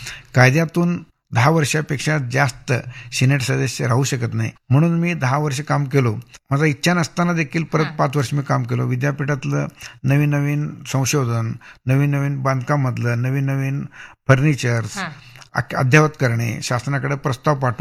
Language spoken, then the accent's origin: Marathi; Tikondi, Maharashtra, India; मी स्वतःहून तिकोंडीतनं शिकून तिकोंडीचा जन्म घेऊन मी बाहेर शिकत होतो आणि माझ्या गावी शिकायला बाहेर गावातून लोक येत होतं